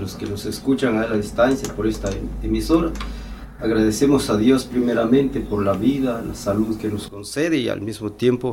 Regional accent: Tecpán, Chimaltenango, Guatemala; Yo vengo de la aldea de Pacorral, de Tecpan.

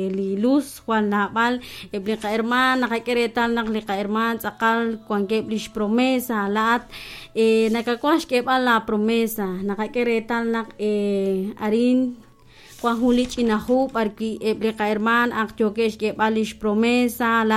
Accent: Tucurú, Alta Verapaz, Guatemala; now in Quetzaltenango, Guatemala; Buenas noches, hermana. Saludo desde Quetzaltenango, soy de Tucurucha.

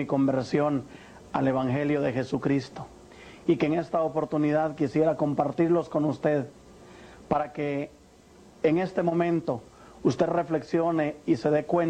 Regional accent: Guatemala; born there; moved away as an adult; also born or lived in Vicenza, Italy / Seville, Spain; Nací en Guatemala, tengo 42 años de edad.

